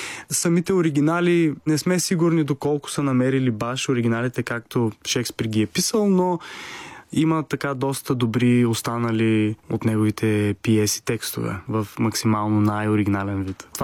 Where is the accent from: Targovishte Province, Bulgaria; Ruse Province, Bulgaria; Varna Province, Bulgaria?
Targovishte Province, Bulgaria; Targovishte; Аз съм от Търговище, малко градче, растейки, всеки ти казва, нали, актьорка ще не храни